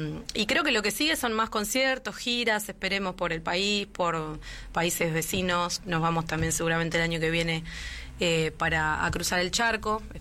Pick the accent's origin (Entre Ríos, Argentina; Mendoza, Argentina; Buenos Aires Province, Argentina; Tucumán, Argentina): Buenos Aires Province, Argentina; La Plata; yo soy platense, vivo en Arturo Seguí, que es como el conurbano de La Plata, cerquita de Berazategui, es muy saliendo. Y cuando era chica íbamos mucho a ver a mis abuelos de La Matanza, de San Justo